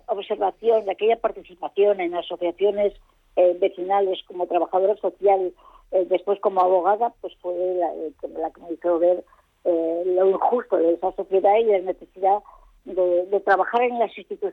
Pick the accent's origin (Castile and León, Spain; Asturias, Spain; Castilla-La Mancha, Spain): Asturias, Spain; Gijón; also born or lived in San Sebastián; Sí, nací casualmente en San Sebastián, por eso no puedo ser hija predilecta, tengo que ser hija adoptiva. Lo que pasa es que efectivamente Gijón desde el primer mes y Asturias son mi ciudad y mi región.